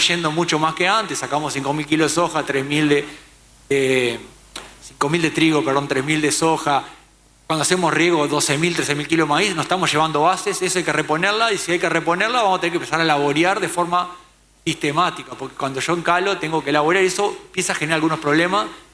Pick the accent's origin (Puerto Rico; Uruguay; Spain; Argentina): Uruguay; yo soy súper uruguayo.